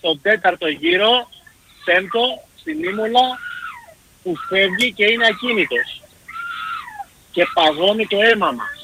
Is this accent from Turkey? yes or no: no; Western Greece, Greece; Και ήμουνα στο χωριό μου, στην Ηλία.